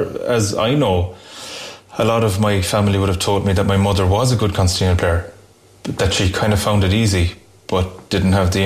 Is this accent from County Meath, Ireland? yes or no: no; Lissycasey, County Clare, Ireland; also born or lived in Cork / Salthill / Kinvara; where I grew up in Lissacacy. It's a few fields away.